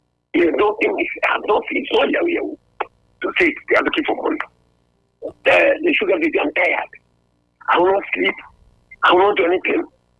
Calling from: Asaba, Delta, Nigeria; I'm calling from Asaba. Second Beach.

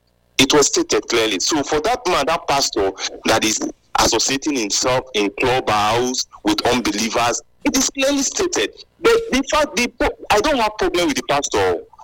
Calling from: Ugbo, Nigeria; I'm calling from Ugbo.

